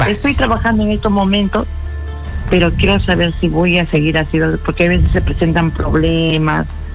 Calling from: Ate, Lima, Peru; Desde ATE, doctora.

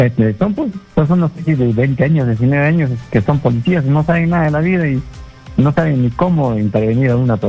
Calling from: Puno, Peru

